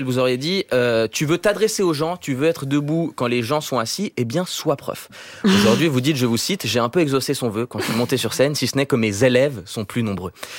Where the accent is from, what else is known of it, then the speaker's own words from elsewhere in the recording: Switzerland; Et en tant que Suisse, ça me déplaît pas. Hein. L'allemand, c'est une de nos cinq langues nationales.